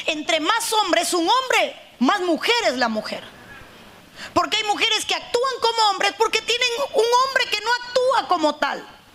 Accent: Cuba; moved away

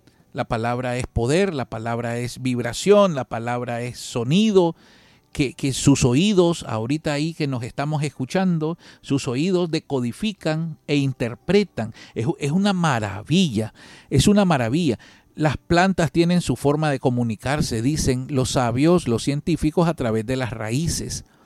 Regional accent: Nicaragua; Nosotros como nicaragüenses nos gusta mucho la palabra, hablamos. En la mayoría de los casos los nicaragüenses somos muy bullangueros y bulliciosos.

